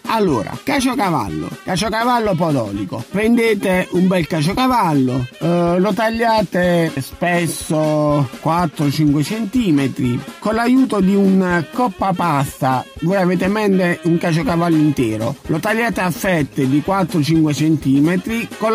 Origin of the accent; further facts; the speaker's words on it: Matera, Basilicata, Italy; Io da materano posso dire di essere onorato di vivere e partecipare alla mia festa patronale, la mia festa secolare.